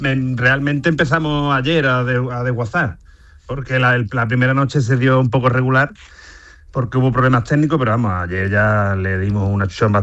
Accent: La Línea de la Concepción, Andalusia, Spain

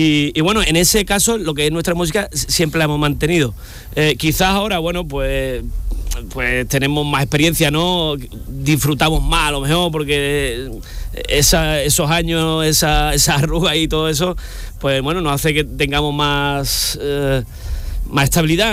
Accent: Rincón de la Victoria, Andalusia, Spain; porque nosotros somos de aquí, de Rincón de la Victoria, de Málaga, un pueblo marinero donde se vive la Virgen del Carmen

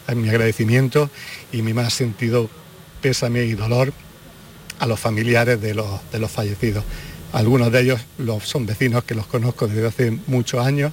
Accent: Bédar, Andalusia, Spain

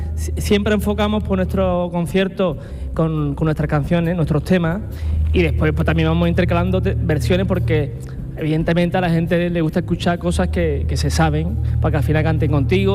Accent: Rincón de la Victoria, Andalusia, Spain; pues somos del Rincón de la Victoria, como habéis dicho.

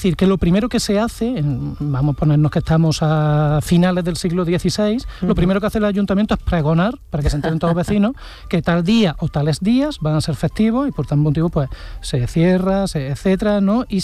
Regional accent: Cádiz, Andalusia, Spain; yo soy de Cádiz

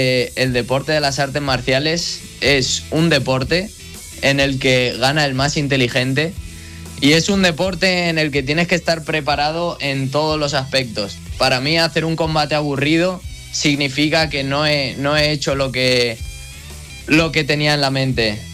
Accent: Valencia, Valencian Community, Spain; en el Rocha Arena en Valencia, de donde yo soy originario

